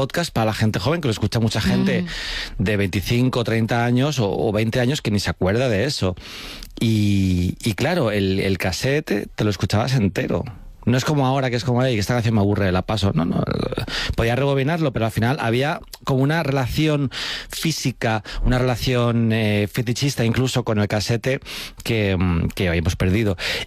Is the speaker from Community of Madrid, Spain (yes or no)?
yes; Alcorcón, Community of Madrid, Spain; Cuando me decían, ¿tú de dónde eres? Yo decía, Alcorcón.